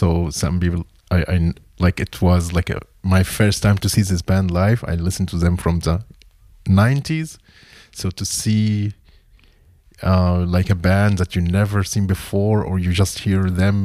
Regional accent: Cairo, Cairo Governorate, Egypt; now in Leipzig, Germany; I come from Cairo, Egypt, and I live in Leipzig since 6 years and a half, something like that.

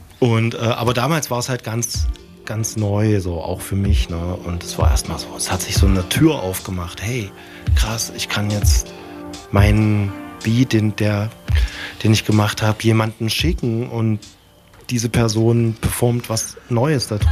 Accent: Dessau, Saxony-Anhalt, Germany; now in Leipzig, Germany; Ich war ja vorher in Dessau ansässig, oder das ist halt meine Heimatstadt, und hatte ab damals mit mehreren Leuten zusammen so ein bisschen Mucke dort gemacht

